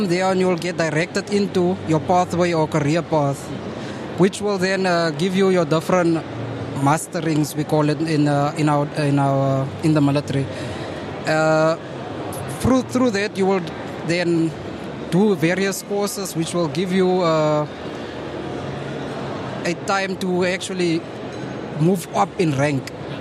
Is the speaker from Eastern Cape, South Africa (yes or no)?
no; Bloemfontein, Free State, South Africa; moved away as an adult; as a person that comes from the inland, I'm from Bloemfontein originally.